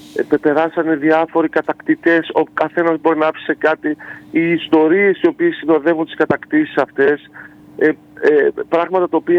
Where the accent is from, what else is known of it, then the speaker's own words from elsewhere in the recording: Greece; σαν Έλληνας πολίτης